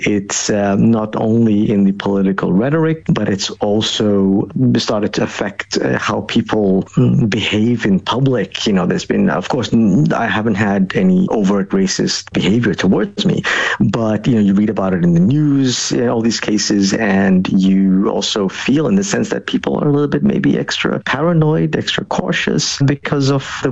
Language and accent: English; Malmö, Skåne, Sweden; When I travel to other parts of Europe and I tell them I'm from Malmö, they're like, that's a very dangerous place.